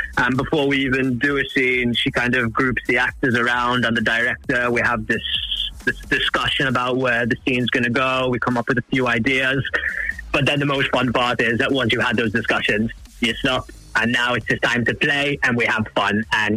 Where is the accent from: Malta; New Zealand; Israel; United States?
Malta; accent: slightly Welsh; So I grew up in Malta with a British mother and a Maltese father, which for some reason gives me a slightly Welsh accent